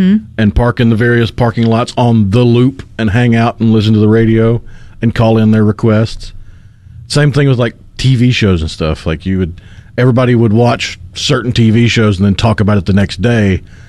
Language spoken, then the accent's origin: English; Tupelo, Mississippi, United States; born there